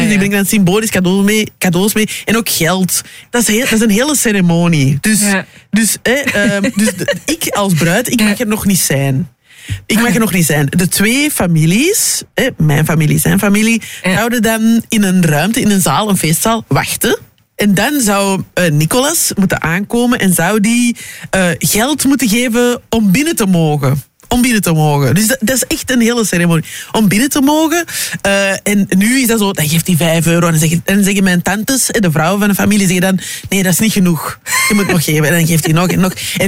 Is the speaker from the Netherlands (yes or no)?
no; DR Congo; Ja, ik ben een Congolees en Belgisch, dus zo, als je Congolees bent, je kunt niet klein trouwen.